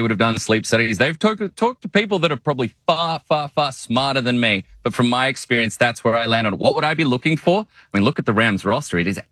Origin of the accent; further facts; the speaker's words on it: Sydney, New South Wales, Australia; And look, I'm not a Melburnian. I come from New South Wales. I'm a Sydney sider, true and true.